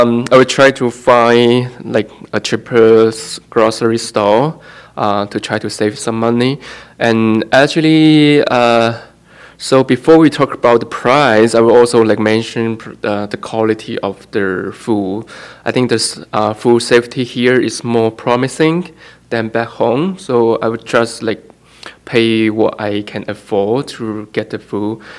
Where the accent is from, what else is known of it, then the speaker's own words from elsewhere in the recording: China; moved away as an adult; now in Canada; I'm from China.